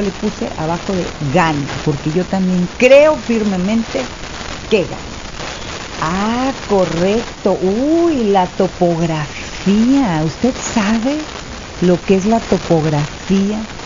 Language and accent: Spanish; Mexico; Pues somos mexicanos.